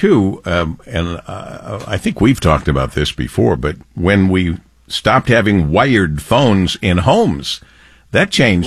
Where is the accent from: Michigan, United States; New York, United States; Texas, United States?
Michigan, United States; Monroe; my hometown of Monroe